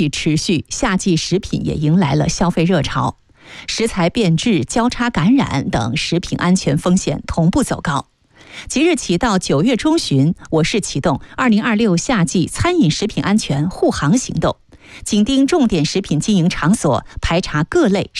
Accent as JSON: {"language": "Chinese", "town": "Yichang", "region": "Hubei", "country": "China", "said": "聊聊咱们宜昌人关心的身边事儿。"}